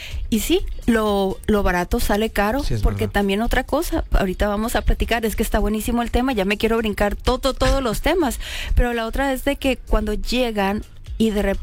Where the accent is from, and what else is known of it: Mexico